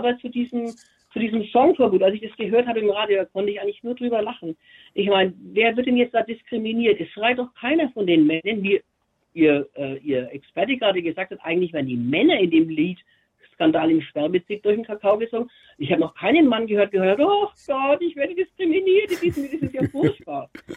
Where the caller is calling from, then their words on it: Feucht, Bavaria, Germany; ich bin aus Feucht.